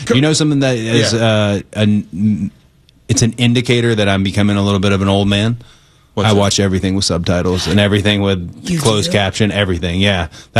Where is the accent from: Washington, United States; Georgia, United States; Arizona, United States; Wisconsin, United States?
Georgia, United States; I'm from Georgia, so Dollywood is just up the road.